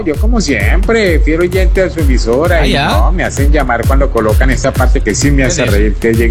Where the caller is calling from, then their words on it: Sincelejo, Sucre, Colombia; desde Cincelejo, Costa Norte Colombiana.